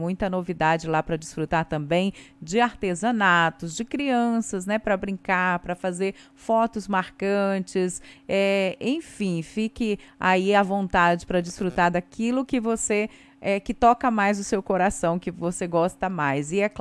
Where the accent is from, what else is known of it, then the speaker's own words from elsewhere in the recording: Brazil; Nós, é claro, como bons brasileiros